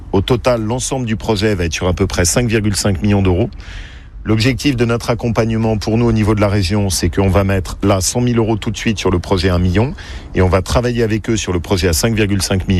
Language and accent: French; France